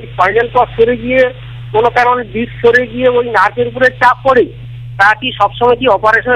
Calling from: Rudranagar, West Bengal, India; আমি সাগরদীপ রুদ্রনগর থেকে

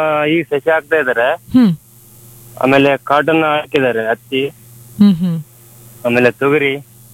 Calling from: Raichur district, Karnataka, India; ನಾವು ರಾಯಚೂರು ಡಿಸ್ಟ್ರಿಕ್ಟ್ ಮಾನೆ ತಾಲೂಕು, ನಮ್ಮ ಗ್ರಾಮ ಸೀಕಲ್ ಮೇಡಮ್.

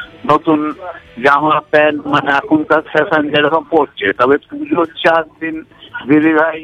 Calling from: West Bengal, India; আমি শাহরাপুর থেকে

